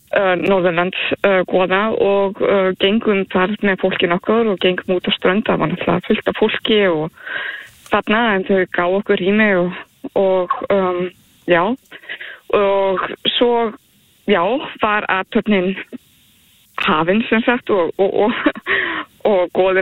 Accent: Álftanes, Capital Region, Iceland; Ég náttúrulega uppalinn á Álftanesinu og ég elska ströndina og hérna bara þar á hverjum degi sem barn

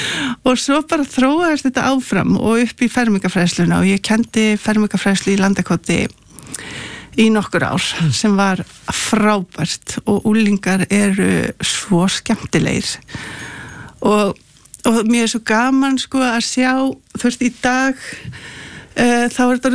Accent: Reykjavík, Capital Region, Iceland; Sko, ég er náttúrulega áttavilltasta kona í heimi. Ég er alinn upp í Reykjavík, en ég kerði með fullan bílan unnum upp Laugaveginn.

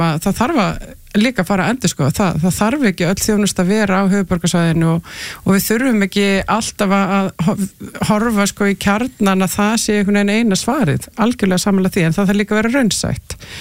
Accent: Westfjords, Iceland; ég utan að, sem þetta ég ólst upp á Vestfjörðum, það sem að hérna í samfélagi sem bara konaði niður hægt á róli

